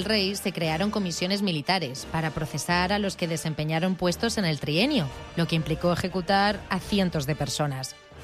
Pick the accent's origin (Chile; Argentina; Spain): Spain; Granada, Andalusia